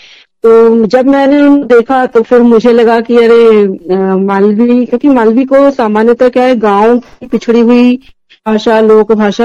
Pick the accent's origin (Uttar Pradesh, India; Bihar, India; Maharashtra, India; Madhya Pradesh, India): Madhya Pradesh, India; Agar Malwa; born there; जैसे कि मैंने बताया कि मेरा जन्म आगर मालवा में हुआ